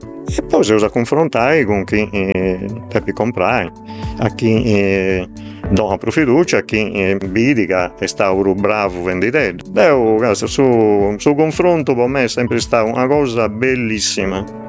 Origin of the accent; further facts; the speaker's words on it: Sardinia, Italy; Poi, no, so sardo, se un testardo puro